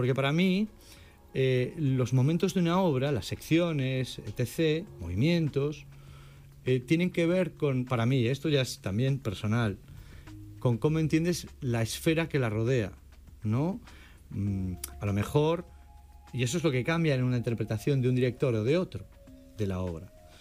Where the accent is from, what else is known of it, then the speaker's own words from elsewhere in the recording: Marín, Galicia, Spain; moved away; yo soy de Marín. Venía de un sitio donde eso era impensable